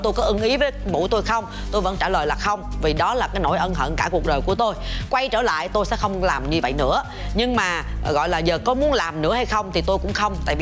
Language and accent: Vietnamese; Vĩnh Long, Vietnam; moved away as an adult; Ngày xưa tôi 16 tuổi, tôi đã là hoa khôi của trường của tôi, một cái ngôi trường lớn nhất ở tỉnh Vĩnh Long rồi.